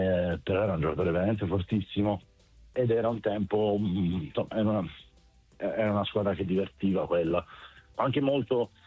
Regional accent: Bari, Apulia, Italy; Per chi è all'ascolto e non lo sa, io sono di Bari

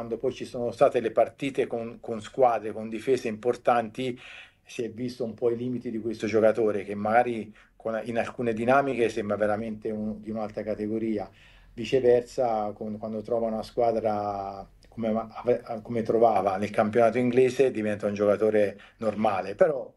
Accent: Tuscany, Italy; Io me l'auguro, sia per la Fiorentina, anche da toscano

